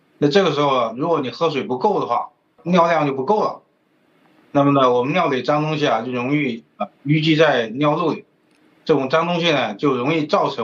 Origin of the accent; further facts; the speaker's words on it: South China, China; 我们作为一个南方人，这个上火是最典型的一个大家说的一个问题。